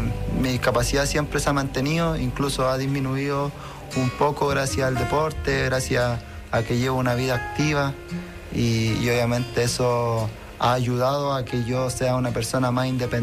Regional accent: Puente Alto, Santiago Metropolitan Region, Chile; also born or lived in Providencia; siempre he vivido en Puente Alto.

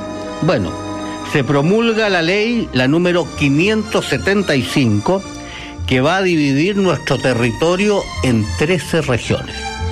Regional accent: Chile

